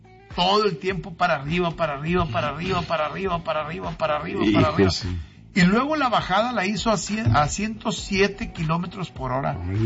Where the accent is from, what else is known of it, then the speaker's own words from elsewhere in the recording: Mexico; como mexicanos tenemos que disfrutarlo